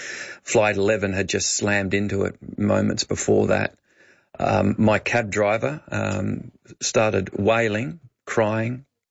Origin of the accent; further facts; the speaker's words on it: Bendigo, Victoria, Australia; I'm a boy from Bendigo. I was pretty young still then. I hadn't been in the US that long.